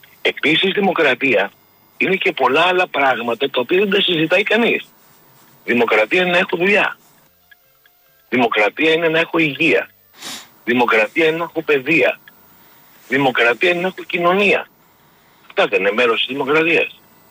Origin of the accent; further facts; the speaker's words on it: Piraeus, Attica, Greece; Εγώ επειδή είμαι Πειραιώτης